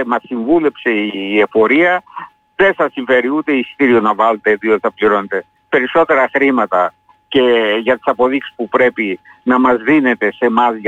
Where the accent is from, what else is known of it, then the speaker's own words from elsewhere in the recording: Heraklion, Crete, Greece; ως Ηρακλειώτες που είναι και αυτοί και εμείς.